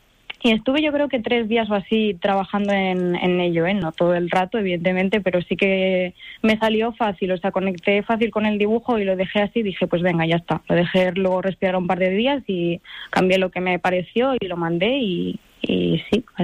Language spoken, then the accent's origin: Spanish; Barcelona, Catalonia, Spain; now in Asturias, Spain